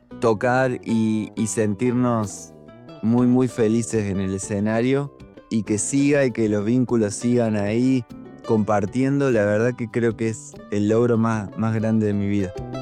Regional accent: Córdoba, Argentina; also born or lived in González Chávez, Buenos Aires Province / Madrid, Spain; Soy oriundo de González Chávez, provincia de Buenos Aires, pero desde los 6 años vivo en Córdoba. Vivo en las Sierras Chicas, en Agua de Oro, con un periodo de 7 años donde viví en Madrid.

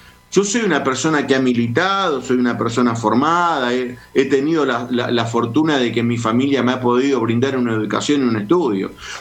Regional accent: Morón, Buenos Aires Province, Argentina; de donde yo vengo, que nací en Morón Sur, en un barrio de Morón Sur, con todo lo que eso conlleva

